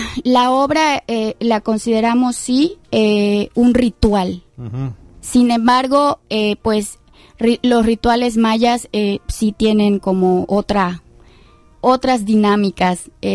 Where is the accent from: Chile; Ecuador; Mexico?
Mexico; Yucatán; como persona yucateca con ascendencia maya